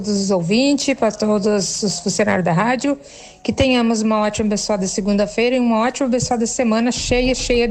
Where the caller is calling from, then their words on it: Brazil; Falo aqui do Jardim Alvorada, bairro Santa Teresa.